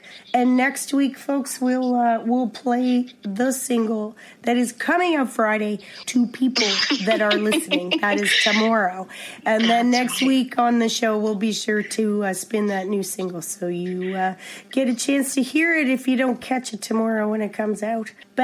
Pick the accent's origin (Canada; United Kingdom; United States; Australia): Canada; Cape Breton, Nova Scotia; I'm from Cape Breton, so I love me a benefit